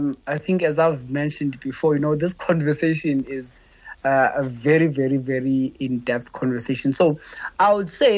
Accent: South Africa; no one in South Africa as a South African is owning a shop today.

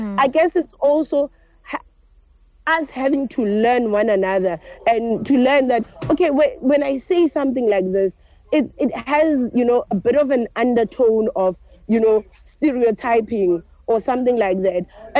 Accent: South Africa; we as South African Muslims need to take the time

